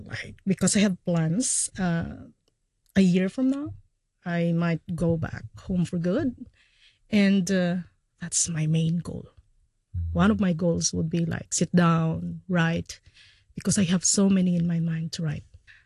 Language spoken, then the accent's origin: English; Philippines; English is a second language; now in Hong Kong; I'm domestic migrant worker in Hong Kong, I'm from the Philippines, and thank you for having me."